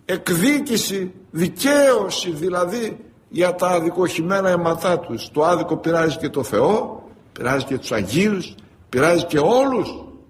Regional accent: Greece; Εγώ παπάς είμαι, αλλά στενοχωρούμε αυτά. Στενοχωρούμε αυτά. Γιατί είμαστε πατριώτες, είμαστε Έλληνες, είμαστε Ορθόδοξοι, έχουμε πατρίδα, έχουμε κράτος.

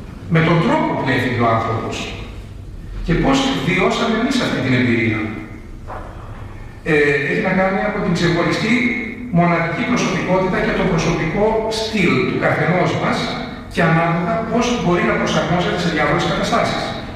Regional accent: Preveza, Epirus, Greece; moved away; βρέθηκα στην Πρέβεζα, στην ιδιαίτερη πατρίδα μου

